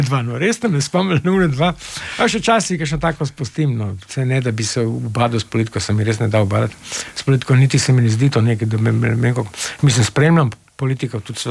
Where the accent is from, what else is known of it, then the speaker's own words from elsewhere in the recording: Ljubljana, Slovenia; jaz sem Ljubljančan, pa moj dedek je bil Ljubljančan, pa tudi pradedek je bil Ljubljančan.